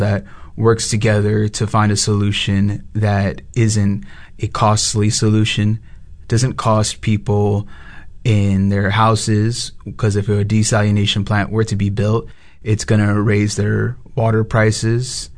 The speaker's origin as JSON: {"language": "English", "town": "San Antonio", "region": "Texas", "country": "United States", "moved": "yes", "lives_now": "Corpus Christi, United States", "said": "I'm from San Antonio, Texas"}